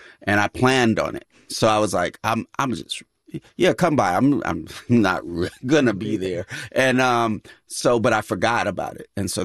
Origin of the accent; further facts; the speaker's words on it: California, United States; obviously I come from the Bay Area, so I'm going to, you know, shoot shots on that behalf.